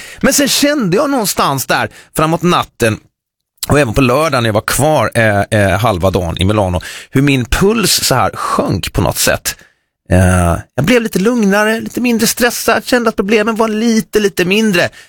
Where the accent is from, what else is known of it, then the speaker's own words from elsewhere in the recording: Sweden; Först får man lite panik som svensk när man kommer när ingenting fungerar.